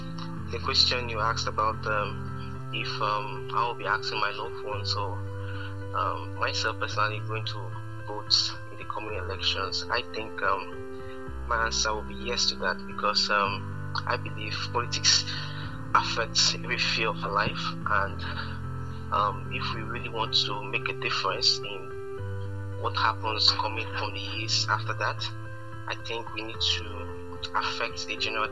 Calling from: Calabar, Cross River, Nigeria; I'm calling from Calabar.

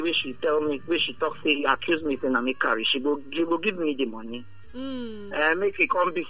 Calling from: Calabar, Cross River, Nigeria; I'm calling from Calabar.

